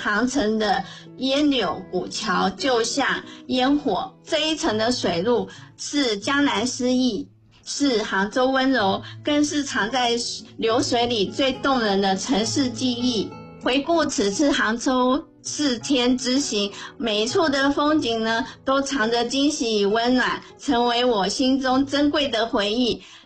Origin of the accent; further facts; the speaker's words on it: Taiwan; 作为台湾人的我